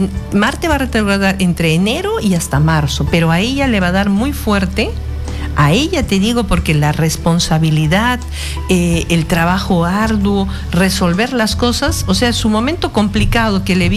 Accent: Huánuco, Peru; yo soy de Huánuco

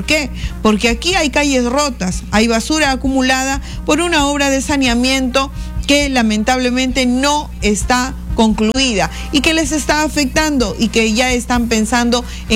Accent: Piura, Peru; somos más piuranos

